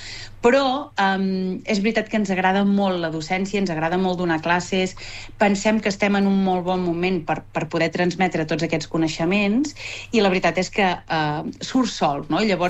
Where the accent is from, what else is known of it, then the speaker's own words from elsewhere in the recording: Olot, Catalonia, Spain; Com que jo soc d'Olot